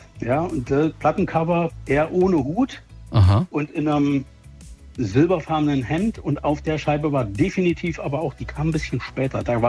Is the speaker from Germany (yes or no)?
yes; Thuringia, Germany; ich komme ja aus Thüringen